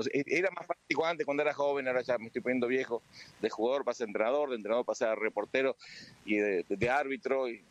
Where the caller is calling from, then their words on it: Comodoro Rivadavia, Chubut, Argentina; nosotros somos de Comodoro.